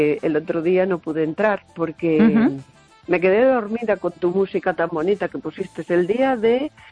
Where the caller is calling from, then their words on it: A Coruña, Galicia, Spain; de Coruña.